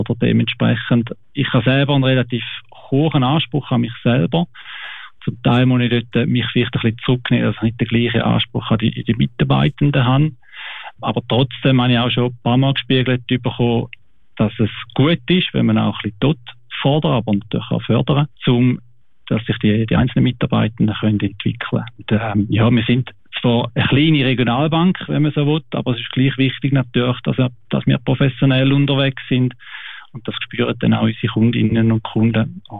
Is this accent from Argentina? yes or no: no; Willichingen, Switzerland; Mein Vater ist von Helsinki. Schon lange aber in der Schweiz und meine Mutter ist von Willichingen. Wir sind in Willichingen aufgewachsen.